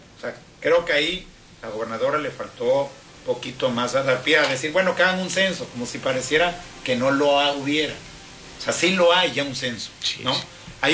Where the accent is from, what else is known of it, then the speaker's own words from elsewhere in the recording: Veracruz, Mexico; somos veracruzanos